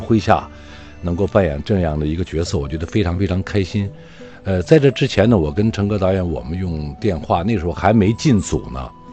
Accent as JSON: {"language": "Chinese", "region": "Northwest China", "country": "China", "said": "因为我是北方人，嗯，西北人"}